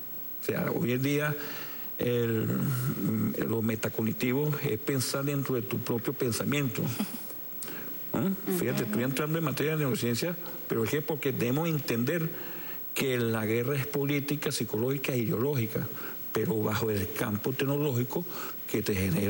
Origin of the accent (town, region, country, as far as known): Venezuela